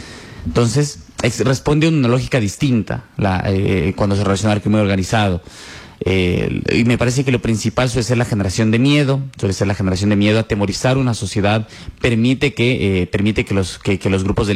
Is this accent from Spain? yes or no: no; Ecuador